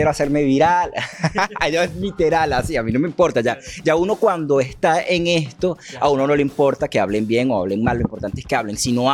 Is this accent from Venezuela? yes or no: yes; Venezuela